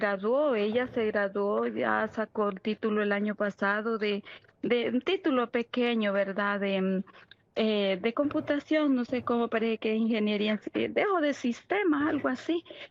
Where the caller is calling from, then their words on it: Minas de Oro, Comayagua, Honduras; Llamo desde Honduras, de Minatioro, Comayagua, Honduras